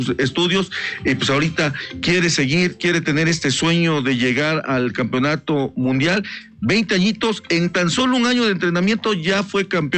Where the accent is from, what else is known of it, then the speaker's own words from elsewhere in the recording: Puebla, Mexico; lo presumamos como poblanos.